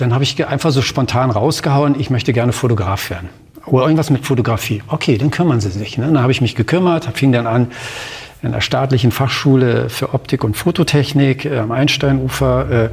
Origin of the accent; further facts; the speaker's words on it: Germany; denn ich bin in der DDR groß geworden, bin dort sozialisiert, war im Gefängnis.